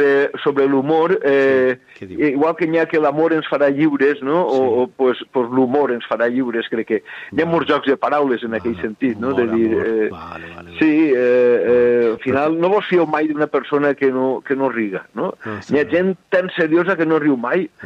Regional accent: Altea, Valencian Community, Spain; com a animal que viu a cavall entre Altea, que mon pare és d'Altea, jo soc d'Altea, m'he criat així

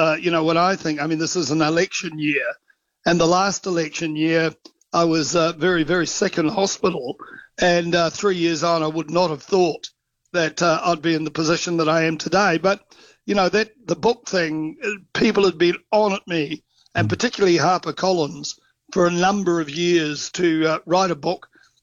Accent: New Zealand; "Look, I'm a journalist from New Zealand. Can I come out and see you?"

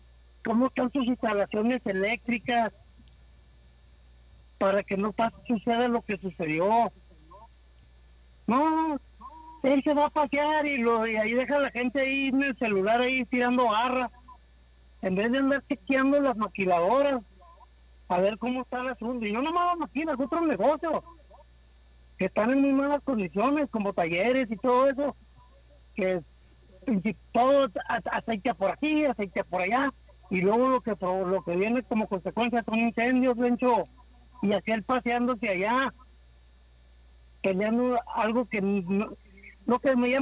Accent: Chihuahua, Mexico; Pero los que somos de Chihuahua y estamos en contra de los asuntos de Chihuahua

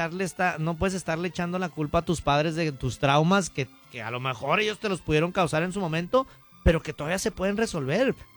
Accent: Mexico; como mexicanos tenemos una cultura muy hermosa, muy bella

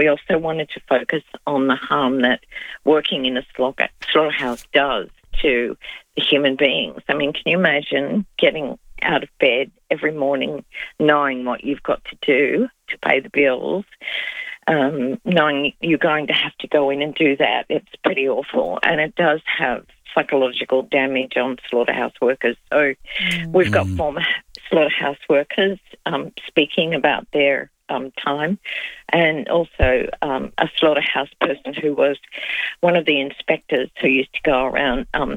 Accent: Adelaide, South Australia, Australia; Adelaide is my hometown, as you've mentioned, and I miss it so much

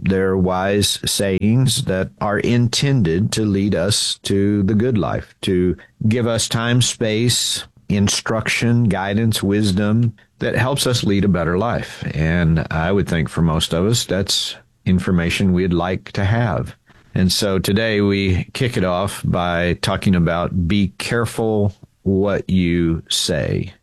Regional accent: Texas, United States; I grew up in Texas, and I've asked people sometimes about some of these, and they've never heard of them.

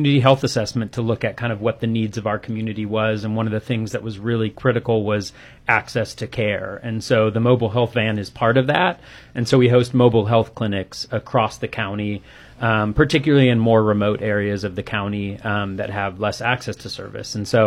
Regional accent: Davis, California, United States; also born or lived in Boston; So grew up in Davis, California, and then went to school in Boston.

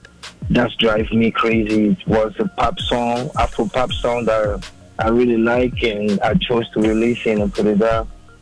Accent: Cameroon; moved away as an adult; also born or lived in Maryland; now in Los Angeles, United States; Yeah, I'm originally from Cameroon, but my home state is Maryland when I moved in the U.S.

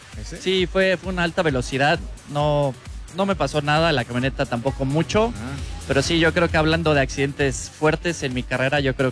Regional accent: Brazil; moved away

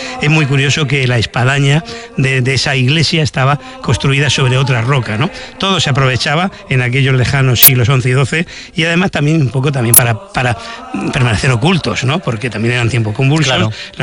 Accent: Murcia, Region of Murcia, Spain

